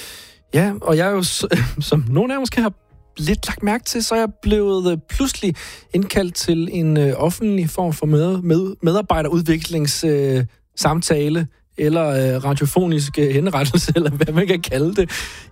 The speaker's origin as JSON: {"language": "Danish", "region": "West Jutland", "country": "Denmark", "accent": "Jutlandic", "said": "Altså, jeg kunne godt tale sådan her, men det er ligesom sådan, jeg taler ud fra Westjylland, hvor jeg kommer fra."}